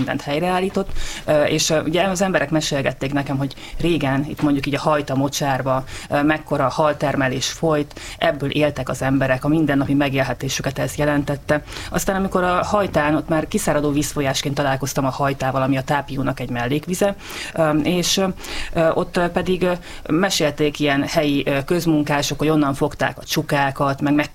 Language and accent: Hungarian; Gyula, Békés, Hungary; Én amúgy nem ceglédi vagyok, hanem a Dél-Alföldről származom. Gyulán nőttem föl, illetve utána pedig Szegeden tanultam.